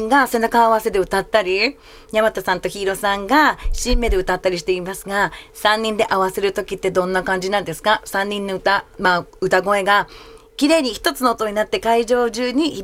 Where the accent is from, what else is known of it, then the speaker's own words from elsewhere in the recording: Philippines; ちょっと私フィリピン人としてですねこの時にスーパーファンタジーの皆さんにそのフィリピンの人たちをなんかこのパフォーマンスを見せてくれるのがすごく嬉しいです。